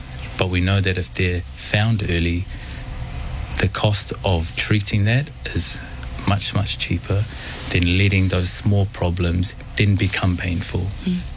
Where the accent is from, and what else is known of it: Onehunga, Auckland, New Zealand; born or raised there